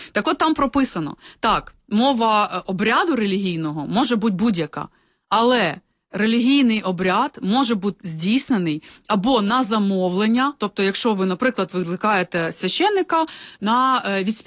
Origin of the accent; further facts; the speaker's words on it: Brovary, Kyiv Oblast, Ukraine; moved away as an adult; я сама з Броварів